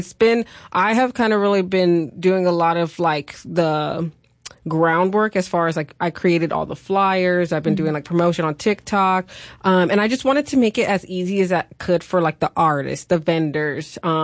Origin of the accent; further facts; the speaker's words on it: California, United States; I grew up in California.